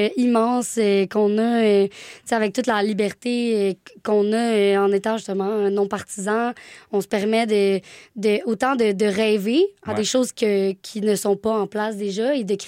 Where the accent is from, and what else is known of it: Quebec, Canada